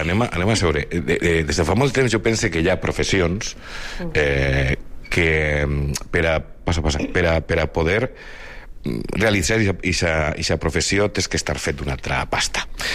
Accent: Valencia, Valencian Community, Spain; jo vinc de València, capital

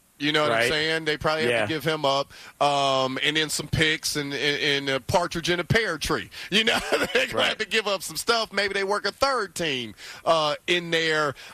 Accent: Cleveland, Ohio, United States; Look, I'm from Cleveland, right?

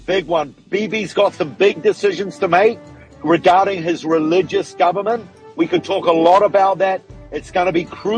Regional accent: Israel; I said, I'm from Israel, and down in the south of Israel, we have an actual size tabernacle.

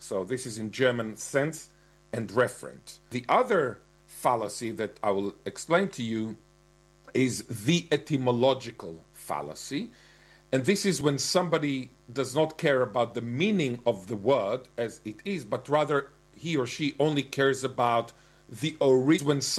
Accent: Cambridge, East of England, United Kingdom; although I'm from Cambridge originally

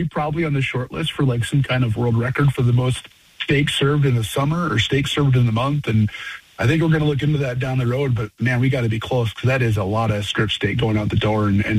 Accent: Bowman, North Dakota, United States; now in South Heart, United States; but born and raised, I'm a Southwest North Dakota kid my entire life. I grew up in Bowman, just down the road from Medora.

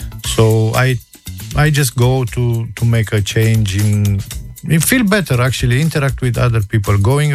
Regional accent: Romania; English is a second language; moved away as an adult; I'm from Romania. I used to leave the country long time ago, like more than 17 years ago. It was not just like stuck in a community in Romania.

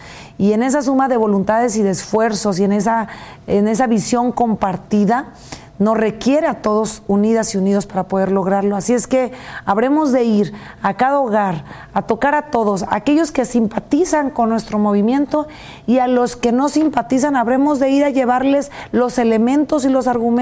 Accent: La Yesca, Nayarit, Mexico; sí, de La Yesca, por mi pueblo

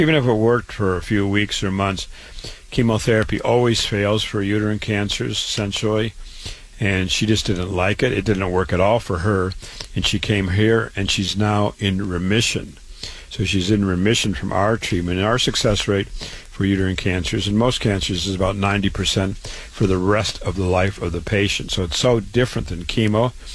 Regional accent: Waterloo, Iowa, United States; I was born and raised in Waterloo, Iowa.

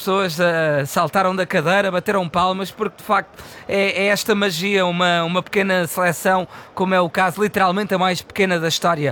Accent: Portugal; porque nós, sendo portugueses, estaremos obviamente a apoiar a seleção portuguesa

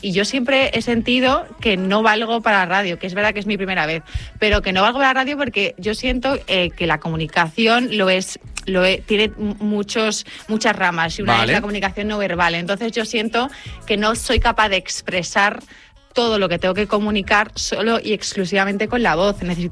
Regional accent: Andalusia, Spain; accent: Andalusian; La gente, o sea, muy de mi tierra, la gente de mi tierra con este acento andaluz maravilloso dice, niña, pero sonríe un poco, que no te ve los dientes.

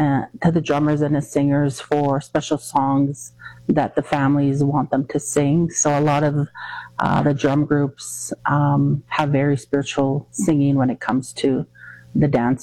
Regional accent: Nelson House, Manitoba, Canada; I come from Treaty 5. My reserve is Nisitchwiasik, Nelson House in northern Manitoba.

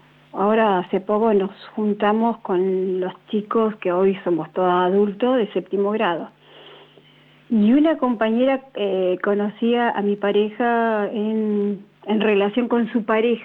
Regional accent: Neuquén, Argentina; Bien, de acá, Neuquén.

